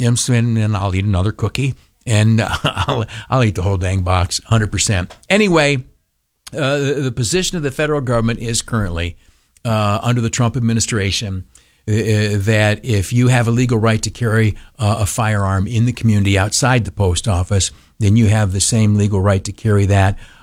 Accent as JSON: {"language": "English", "region": "New York", "country": "United States", "said": "Sorry, I'm a New Yorker, I'm a homer."}